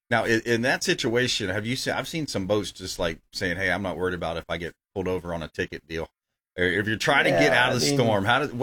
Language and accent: English; Florida, United States; I grew up on the Caloosahatchee River.